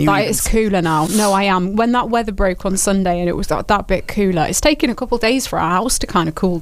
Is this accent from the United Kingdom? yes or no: yes; United Kingdom; we're never happy as British, are we?